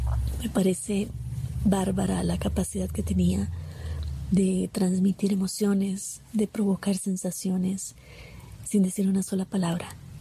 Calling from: Costa Rica; de Costa Rica.

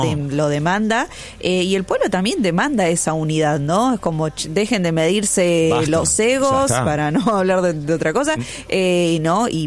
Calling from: Puente La Noria, Buenos Aires Province, Argentina; Para el domingo no tiene la culpa … de Puente La Noria.

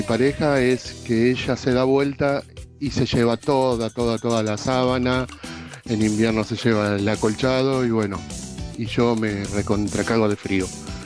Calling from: Pilar, Buenos Aires Province, Argentina

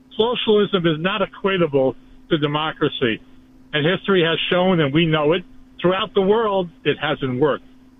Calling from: New York, United States; we as Americans, we as New Yorkers

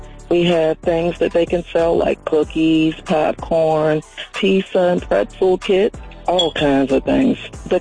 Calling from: Richmond, Virginia, United States; I'm calling from the Richmond, Virginia area.

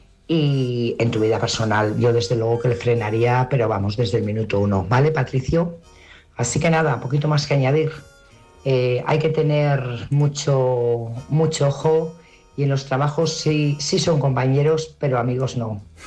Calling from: Burgos, Castile and León, Spain; corresponsal de Burgos.

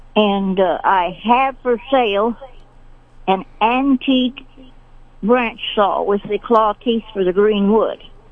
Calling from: Sedalia, Missouri, United States; I'm calling from Sedalia

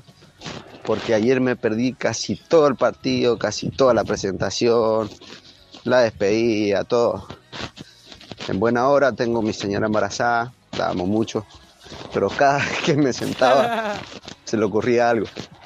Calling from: Argentina; Somos argentinos, qué lindo ser argentino, che.

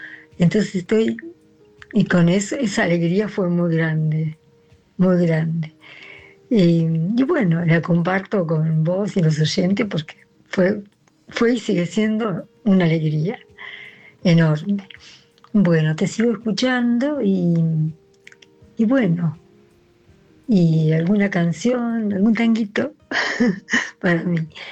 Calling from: 9 de Julio, Buenos Aires Province, Argentina; 9 de julio.

